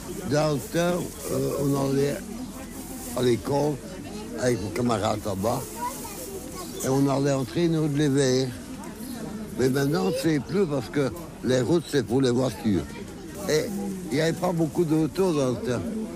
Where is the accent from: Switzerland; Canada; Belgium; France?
Belgium; Floreffe, Wallonia; Et je suis né à Floreffe. Donc, je suis à vue de Floreffe.